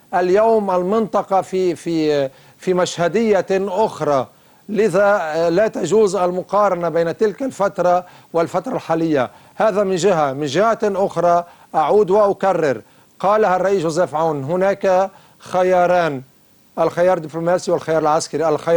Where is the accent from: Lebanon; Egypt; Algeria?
Lebanon; نحن همنا كلبنانيين